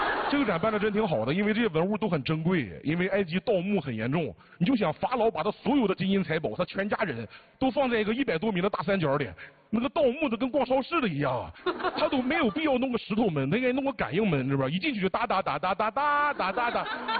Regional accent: Dalian, Liaoning, China; now in Shanghai, China; 我也是大连的，我在上海一年都碰不着几个大连的

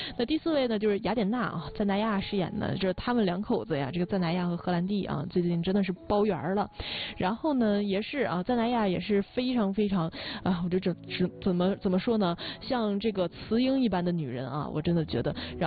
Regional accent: China; 比方说像我们中国人，你去翻拍一个这个西游记，那这个拍不好肯定是会被骂的

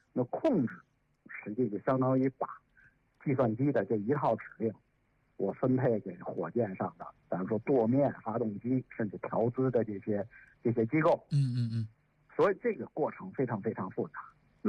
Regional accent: China; 那我们中国人尝试了第三种技术路径，

